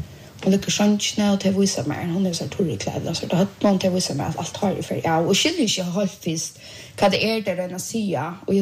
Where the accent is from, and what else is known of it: Bulgaria; Swedish is a second language